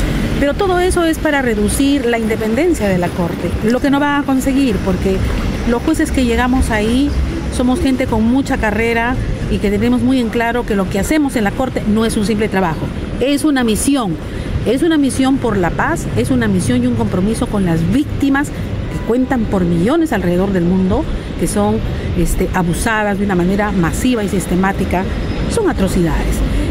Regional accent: Trujillo, La Libertad, Peru; Yo soy trujillana

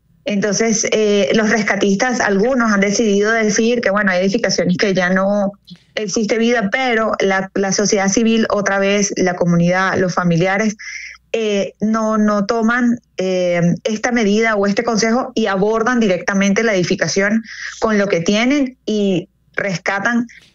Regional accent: Venezuela; nosotros como no solamente periodistas, sino como venezolanos

